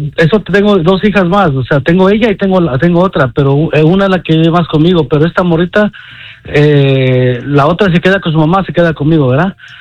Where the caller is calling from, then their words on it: Los Angeles, California, United States; en Los Ángeles.